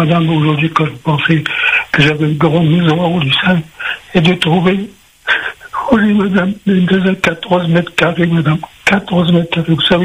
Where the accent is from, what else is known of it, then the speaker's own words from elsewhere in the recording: Réunion, France; born there; Oui, je suis né à La Réunion, je suis né à la rue Victor le Vigoureux.